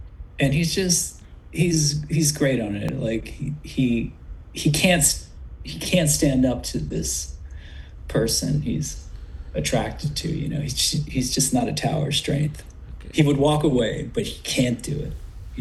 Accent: Huntington, New York, United States; Dave and Dan and I grew up in Huntington, Long Island.

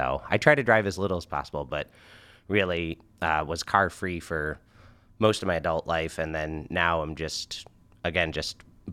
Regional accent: Webster, New York, United States; I grew up in Webster, New York, and, you know, Webster is generally pretty sprawled out and car-centric

